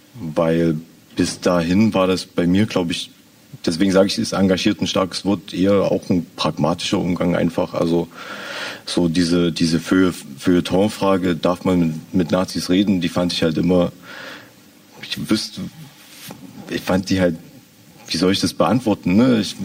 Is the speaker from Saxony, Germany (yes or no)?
yes; Zwickau, Saxony, Germany; moved away; ich komme aus Zwickau